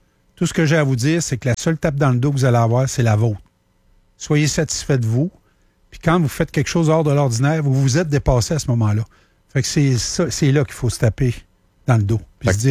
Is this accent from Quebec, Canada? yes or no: yes; Grondines, Quebec, Canada; c'est pas loin de mon patelin à Grondines.